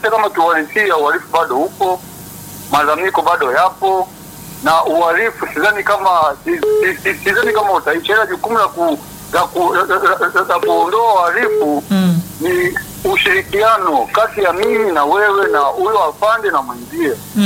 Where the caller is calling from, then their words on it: Nyange, Geita, Tanzania; Natokea Nyange, wilaya ya Chato hapa.